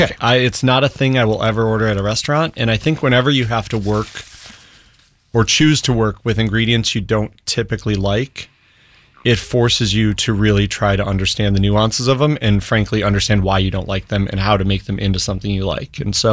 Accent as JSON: {"language": "English", "region": "East Coast", "country": "United States", "tie": "born or raised there", "also_born_or_lived": "Midwest", "said": "I grew up in East Coast and in Midwest."}